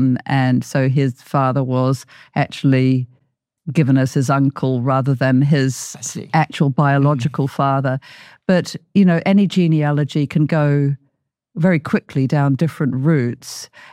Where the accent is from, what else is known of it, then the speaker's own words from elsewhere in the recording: New Zealand; particularly, you know, I'm from New Zealand, in Māori culture